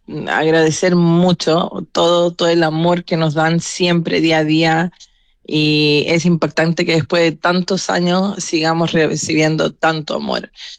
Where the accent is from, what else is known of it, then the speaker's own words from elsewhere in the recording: Chile; Es que yo soy más chilena que los porotos, tú lo sabes muy bien. Y a mí me encanta Chile, lo amo, lo siento como mi tierra.